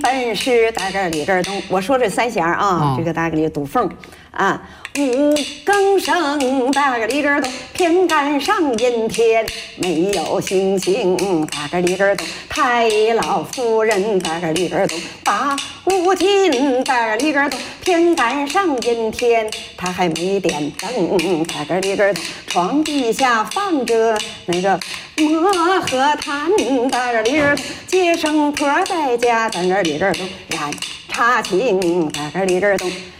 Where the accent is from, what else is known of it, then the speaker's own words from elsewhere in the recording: Wuchang, Heilongjiang, China; 我老家在黑龙江省五常市，兴盛乡新家村沟余家屯儿。